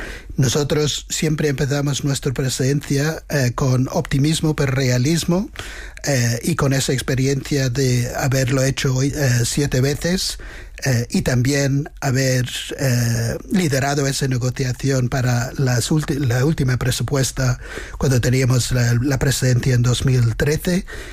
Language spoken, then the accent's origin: Spanish; Ireland; now in Spain